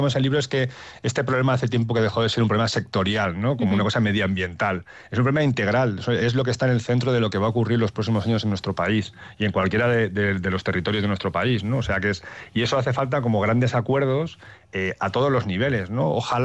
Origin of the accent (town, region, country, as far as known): Castile and León, Spain